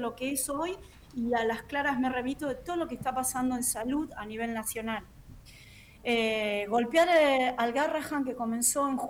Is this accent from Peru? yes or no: no; Buenos Aires, Argentina; Soy de Cava, sí.